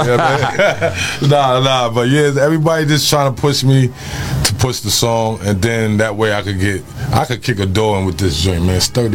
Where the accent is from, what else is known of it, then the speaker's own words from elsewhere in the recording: New York City, New York, United States; you know I'm from Harlem